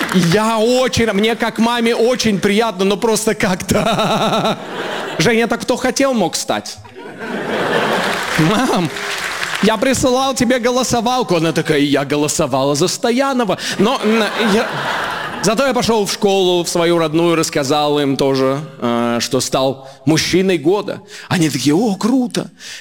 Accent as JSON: {"language": "Russian", "town": "Ust-Kamenogorsk", "region": "East Kazakhstan Region", "country": "Kazakhstan", "tie": "born or raised there", "moved": "yes", "lives_now": "Moscow, Russia", "said": "Я редко бываю в родном городе, в Усть-Каменогорске. Я в основном нахожусь в Москве."}